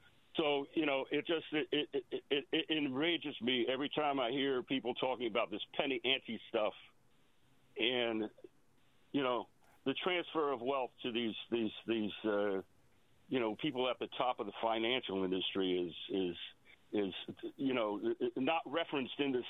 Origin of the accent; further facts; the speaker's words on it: East Coast, United States; I'm originally from the East Coast. I know what a swindler he's been his whole life.